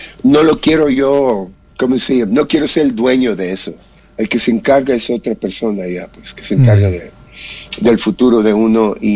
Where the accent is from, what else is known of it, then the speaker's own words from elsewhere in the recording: Mexico; moved away as an adult; now in Los Angeles, United States; vengo yo de México